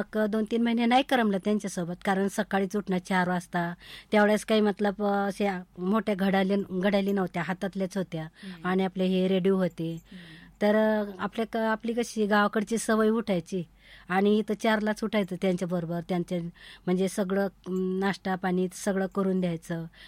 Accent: Akola district, Maharashtra, India; moved away as an adult; now in Ahilyanagar, India; मूळच्या आम्ही अकोल्याचेच आहे, म्हणजे मूळ गाव अकोला जिल्हा आहे आमचा, पण खेडगाव आहे बेलोरा म्हणून, बेलोरा बुजरुक। आणि सासर पण जेष्ठिक अकोल्यामध्येच येतो आणि तहसील बाळापूर म्हणून येतो, तिथं पण खेडगाव बटवाडी खुर्द आहे सासर।

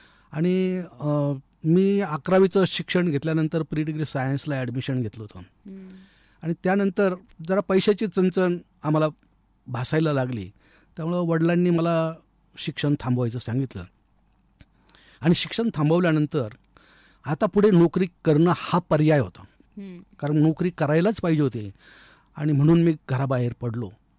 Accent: Somthane Khurd, Maharashtra, India; मी अहिल्यानगर जिल्ह्यामध्ये पाथर्डी तालुक्यात सोमठाणे खुर्द एक छोटंसं गाव आहे, त्या खेडेगावामध्ये माझा जन्म झाला आणि माझं बालपण संपूर्ण त्या ठिकाणीच गेलेलं आहे। ऍक्च्युली हे जे सोमठाणे खुर्द हे गाव आहे, हे अहिल्यानगर जिल्ह्यातलं एक ऐतिहासिक गाव आहे।

